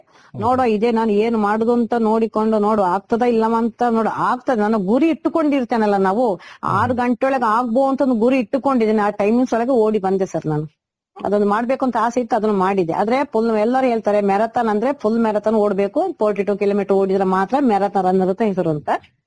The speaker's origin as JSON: {"language": "Kannada", "region": "Karnataka", "country": "India", "said": "ಮತ್ತೆ ನನ್ನನ್ನು ನಮ್ಮ ಊರಲ್ಲೆಲ್ಲ ಗುರುತಿಸಿದ್ದಾರೆ. ಕುಂಬಳಚೇರಿಯಲ್ಲಿ ಚಿಗುರುನವರು ನನ್ನನ್ನು ಗುರುತಿಸ್ತಾರೆ"}